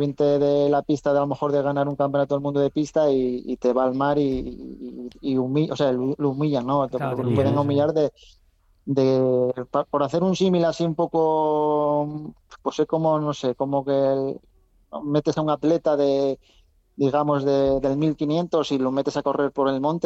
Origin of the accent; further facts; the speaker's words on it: Ribadesella, Asturias, Spain; yo soy de Ribe de Sella y entreno en Ribe de Sella